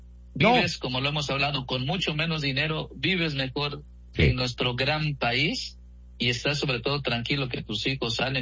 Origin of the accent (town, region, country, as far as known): Mexico; now in Spain